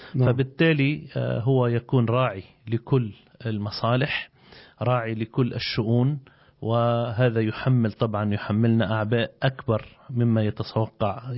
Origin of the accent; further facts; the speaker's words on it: Lebanon; عندنا في لبنان